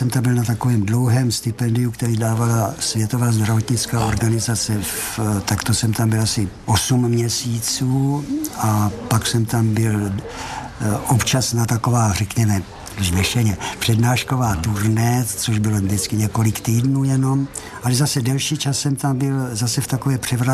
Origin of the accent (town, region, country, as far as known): Brno, South Moravian Region, Czechia; moved away as an adult; also born or lived in Paris / Prague